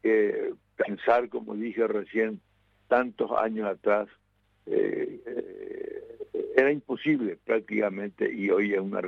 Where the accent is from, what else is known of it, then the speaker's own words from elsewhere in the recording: Paraguay; En julio nosotros ya todos somos paraguayos, ya todos somos, nos sentimos fuertemente convencidos. ¿Quién nos lleva de acá? Nosotros nacimos acá, vamos a morir acá